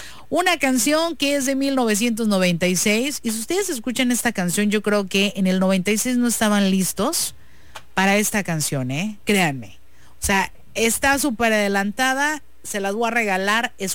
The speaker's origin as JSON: {"language": "Spanish", "country": "Mexico"}